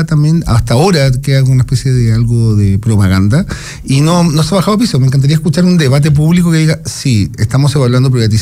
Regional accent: Chile

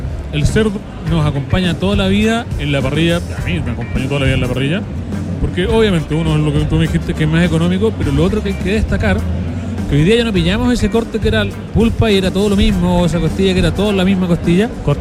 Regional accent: Osorno, Los Lagos, Chile; Yo soy de Osorno. Mi familia siempre ha sido súper tradicionalista. Yo soy un fiel creyente

